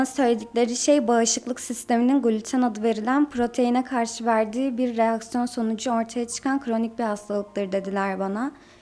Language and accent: Turkish; Ankara, Turkey; Aslında Malatyalıyım, doğma büyüme Ankaralıyım. Şu anda radyo televizyon öğrencisiyim, 18 yaşındayım.